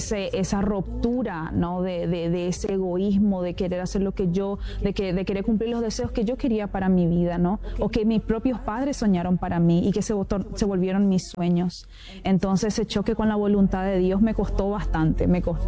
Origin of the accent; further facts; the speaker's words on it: Argentina; also born or lived in Asunción, Paraguay; Yo soy natural de Argentina, pero en ese tiempo yo vivía con mi mamá en Paraguay, en Asunción.